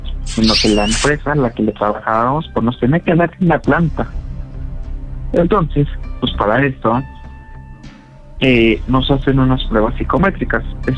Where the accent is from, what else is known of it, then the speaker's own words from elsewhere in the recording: Puebla, Mexico; Oye, del estado, soy del estado de aquí de Puebla y prácticamente tengo lo que son 28 años de edad, recién cumplidos.